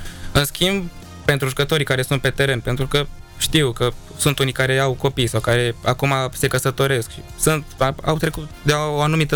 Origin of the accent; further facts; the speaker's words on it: Iași, Iași County, Romania; suntem ieșeni și că ne mândrim